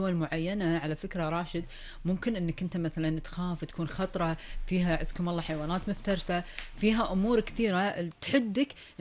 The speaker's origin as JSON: {"language": "Arabic", "country": "Kuwait"}